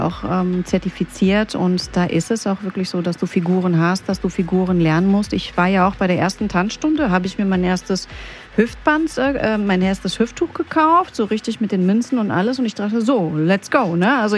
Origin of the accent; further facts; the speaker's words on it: Greece; moved away; ich komme ja aus Griechenland